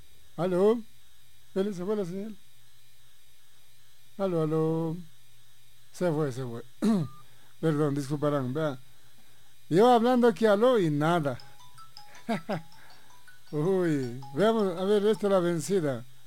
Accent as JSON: {"language": "Spanish", "country": "Ecuador", "said": "soy ecuatoriano"}